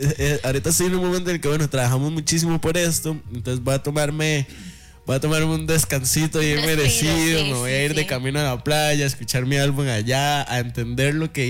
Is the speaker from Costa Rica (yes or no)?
yes; Cóbano, Puntarenas, Costa Rica; Yo soy, bueno, Santa Teresa, yo soy de Cóbano. Cóbano es, pues, como a 15 minutos, 10 minutos de Santa Teresa. Pero es una zona de campo, entonces, man, es loco porque yo crecí en la playa, yo soy de costa, pero a la misma vez de campo.